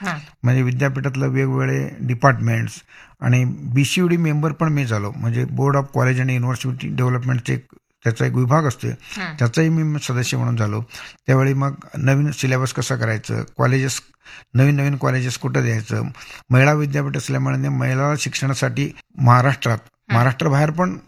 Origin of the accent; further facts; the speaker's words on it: Tikondi, Maharashtra, India; मी स्वतःहून तिकोंडीतनं शिकून तिकोंडीचा जन्म घेऊन मी बाहेर शिकत होतो आणि माझ्या गावी शिकायला बाहेर गावातून लोक येत होतं